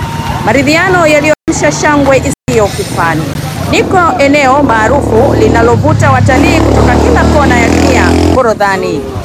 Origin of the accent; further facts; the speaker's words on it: Tanzania; Mimi ni Mtanzania mwenzio … wa TBC Taifa.